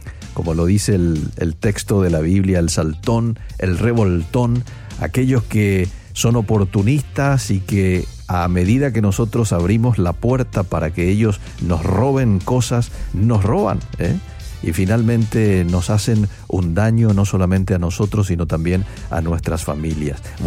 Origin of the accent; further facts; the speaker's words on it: Paraguay; Estamos expectantes como paraguayos. Estamos teniendo fe en nuestra Albirroja.